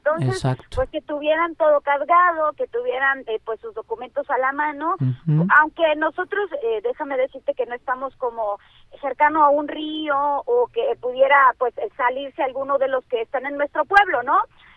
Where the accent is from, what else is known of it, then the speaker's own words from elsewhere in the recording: Tequesquitlán, Jalisco, Mexico; moved away; Mi municipio es Cuautitlán de García Barragán, mi localidad es Tequesquitlán.